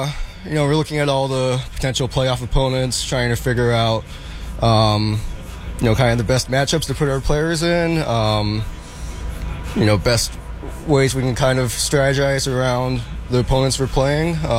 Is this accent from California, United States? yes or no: yes; Bay Area, California, United States; growing up in the Bay Area